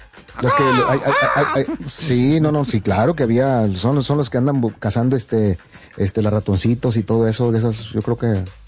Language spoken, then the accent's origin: Spanish; Aguascalientes, Mexico; No, soy de aquí de Aguascalientes, el chupacabras.